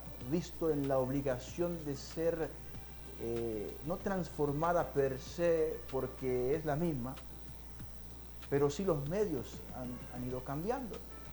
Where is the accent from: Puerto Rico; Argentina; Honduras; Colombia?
Honduras